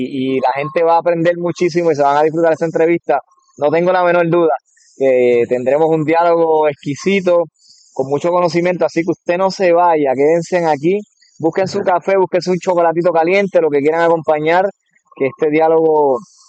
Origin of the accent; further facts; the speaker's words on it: Toa Alta, Puerto Rico; Creo que se me olvidó decir que soy de Toa Alta.